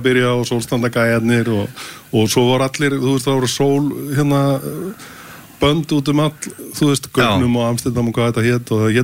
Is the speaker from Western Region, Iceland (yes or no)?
no; Selfoss, Southern Region, Iceland; Við erum bara strákur frá Selfossi, þannig að ég getum ekki svarað þessu.